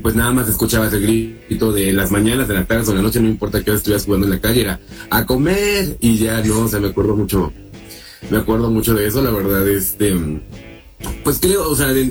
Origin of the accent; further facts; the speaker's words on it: Xico, Veracruz, Mexico; Entonces en Xico, en mi pueblo, abrieron una escuela